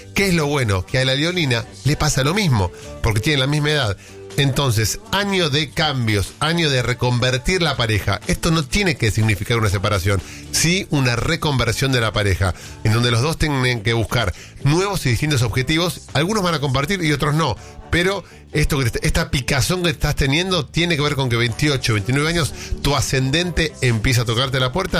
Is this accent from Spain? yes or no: no; Argentina; somos todos argentinos